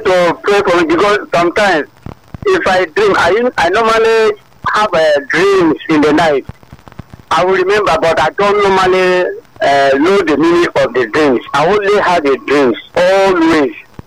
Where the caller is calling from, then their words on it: Sango, Nigeria; From Sango. I'm calling from Sango, sir.